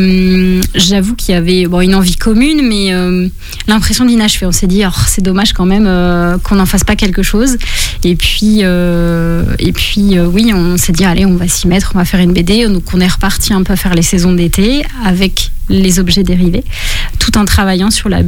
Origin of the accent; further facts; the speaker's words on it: La Garnache, Pays de la Loire, France; now in Noirmoutier, France; moi, j'ai grandi à la Garnache, mais je viens à Noirmoutier depuis que je suis toute petite. Ouais. J'ai connu l'île toute ma vie.